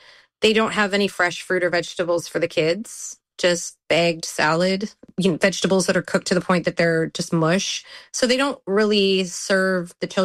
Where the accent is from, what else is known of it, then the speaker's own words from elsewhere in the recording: Canada; moved away as an adult; also born or lived in Australia / New Zealand / England; now in United States; And my Spanish is terrible. I grew up in Canada, so I was able to use the French that I learned in school to help with the Spanish.